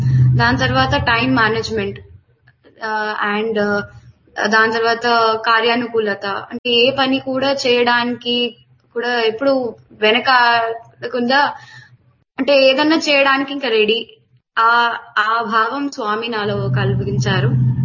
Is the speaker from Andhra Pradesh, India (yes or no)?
no; Hyderabad, Telangana, India; moved away as an adult; now in Dehradun, India; నా home town Hyderabad. Present నేను ఇప్పుడు దేహ్రాదూన్ లో ఉంటున్నాను.